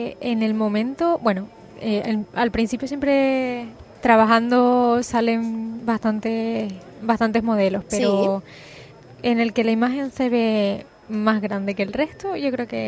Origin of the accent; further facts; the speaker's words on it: Frontera, Canary Islands, Spain; Soy hierreña.